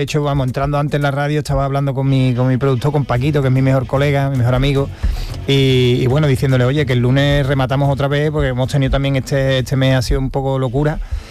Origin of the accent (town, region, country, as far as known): Jerez de la Frontera, Andalusia, Spain